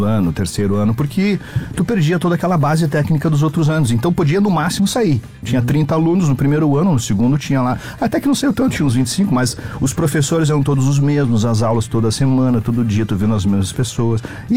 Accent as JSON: {"language": "Portuguese", "town": "Carazinho", "region": "Rio Grande do Sul", "country": "Brazil", "tie": "born or raised there", "moved": "yes", "said": "lá na minha cidade, em Carazinho."}